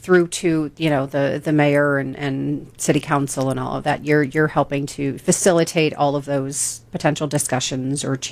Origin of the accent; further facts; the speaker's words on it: Lakewood, Ohio, United States; I grew up in Lakewood